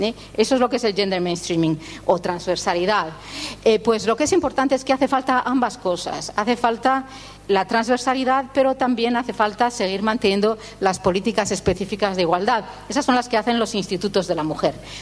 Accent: Spain

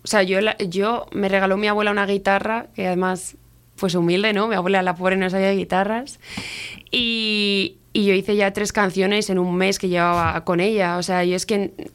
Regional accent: Laredo, Cantabria, Spain; now in Gama, Spain; soy de aquí, de este pueblo tan bonito, de Laredo. Y vivo actualmente en Gama, pero bueno, la verdad es que menos en Gama, estoy en cualquier lado, en Santander

